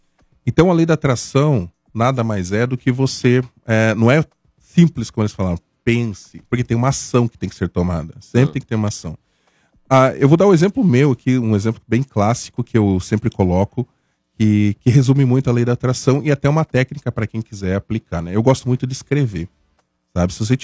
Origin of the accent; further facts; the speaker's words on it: Santa Catarina, Brazil; eu sou de Santa Catarina, né?